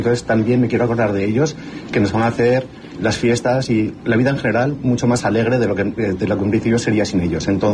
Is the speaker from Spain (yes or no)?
yes; Spain; Para un chico de Griseras, pues tirar el cohete de su pueblo